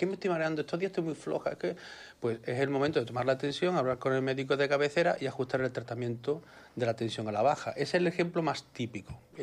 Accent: Córdoba, Andalusia, Spain; now in Málaga, Spain; yo soy de Córdoba, yo soy de interior, entonces a la hora de apreciar el calor y la humedad es distinta. Llevo ya muchos años en Málaga

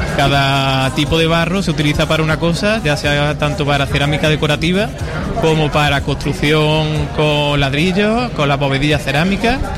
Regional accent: Montilla, Andalusia, Spain; Yo soy de Montilla

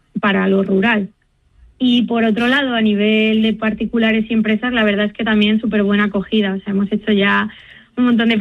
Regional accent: Castile and León, Spain; un pueblo de la zona del Valle del Tietar, que es de donde soy yo

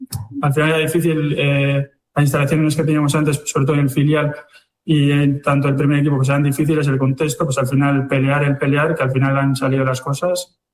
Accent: Basque Country, Spain; al final somos vascos y al final yo creo que eso hace mucho

